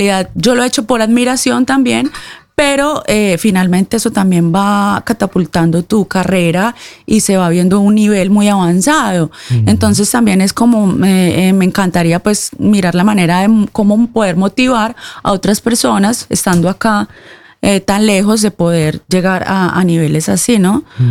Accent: Colombia; now in Norway

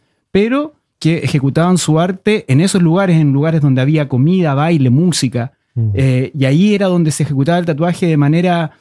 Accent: Chile; porque todos crecimos en Chile pensando que el tatuaje era una práctica

